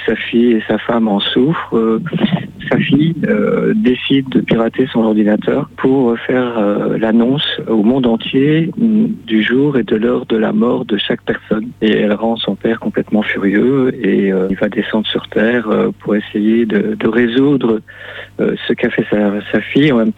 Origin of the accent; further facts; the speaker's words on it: Wallonia, Belgium; moved away; Eh bien, je suis belge moi-même. Hein. Je suis de la région liégeoise.